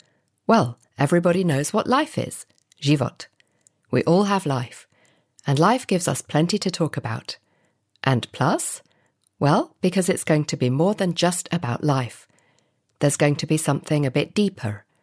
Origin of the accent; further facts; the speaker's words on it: England, United Kingdom; Well, I grew up in Britain, in the south of England.